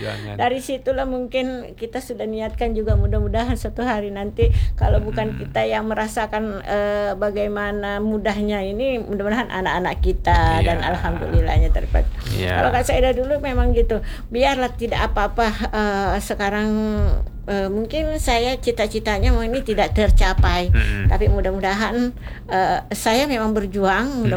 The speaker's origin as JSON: {"language": "Indonesian", "region": "South Sulawesi", "country": "Indonesia", "moved": "yes", "said": "orang kita Bugis itu seperti itu juga, macam perantau seperti saya. sudah pergi dari kampung"}